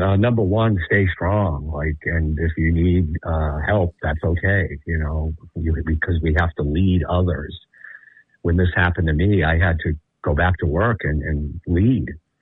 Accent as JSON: {"language": "English", "region": "Massachusetts", "country": "United States", "tie": "born or raised there", "said": "And I'm proud to be born and raised in Massachusetts."}